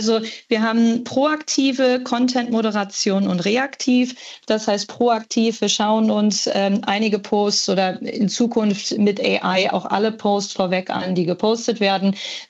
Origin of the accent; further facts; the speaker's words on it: Bremen, Germany; Aber das halbgrüne W-Trikot auf dem W auf dem Trikot ist natürlich was Cooles, gerade als Bremerin.